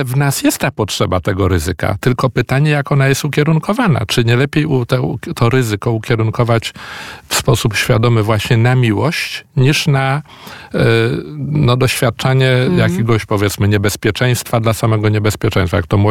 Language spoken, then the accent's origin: Polish; Warsaw, Masovian Voivodeship, Poland; No to jeszcze jako warszawiak